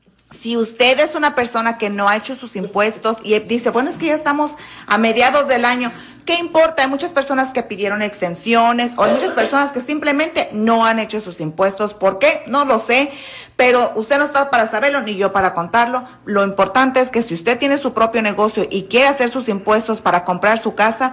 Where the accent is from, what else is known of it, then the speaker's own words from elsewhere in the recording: Michoacán, Mexico; No, soy de Michoacán.